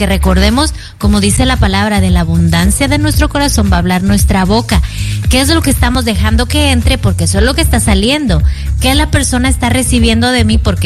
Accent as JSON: {"language": "Spanish", "country": "Mexico"}